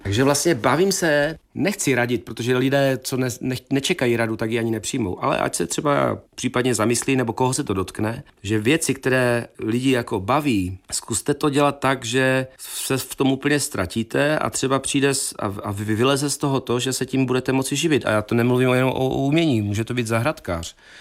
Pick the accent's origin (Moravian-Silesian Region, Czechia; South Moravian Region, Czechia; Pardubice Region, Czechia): Moravian-Silesian Region, Czechia; Čeladná; já jsem totiž z Čeladné jakoby původem